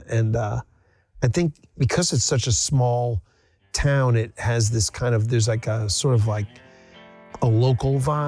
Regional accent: Binghamton, New York, United States; also born or lived in Long Island; We came from Binghamton, New York, and Long Island

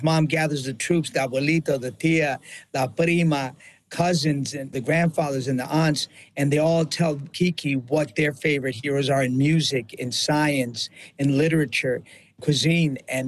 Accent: New York, United States; we felt erased as young Latino men growing up in New York in the 70s.

